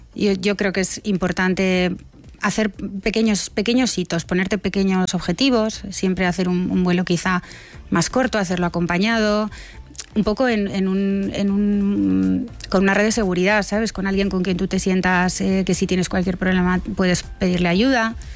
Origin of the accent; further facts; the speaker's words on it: Bilbao, Basque Country, Spain; Bueno, lo primero es que yo soy de Bilbao y no voy en avión nunca a Bilbao.